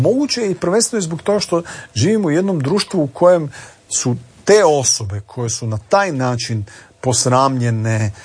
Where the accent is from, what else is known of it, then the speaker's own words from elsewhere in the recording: Croatia; ja sam tu, ajmo reći, neki kvazi nacionalist, pa kažem, mi smo Hrvati u pubertetu